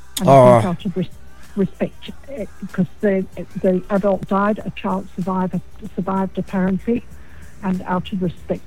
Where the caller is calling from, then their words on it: Knysna, Western Cape, South Africa; I'm calling from Knysna.